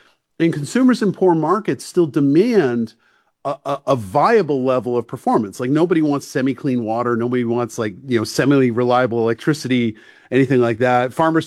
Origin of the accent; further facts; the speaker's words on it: New England, United States; I'm from New England.